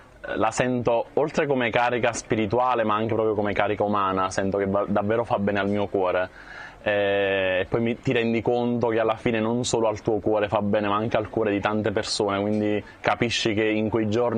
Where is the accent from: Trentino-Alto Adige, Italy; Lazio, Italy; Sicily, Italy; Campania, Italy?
Campania, Italy; Pompei; sono un seminarista e vengo da Pompei, è la mia diocesi, e sono qui a Medjugorje